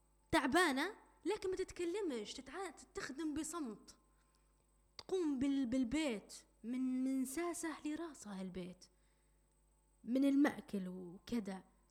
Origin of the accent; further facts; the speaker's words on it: Libya; احنا كليبيين وتربينا في عائلات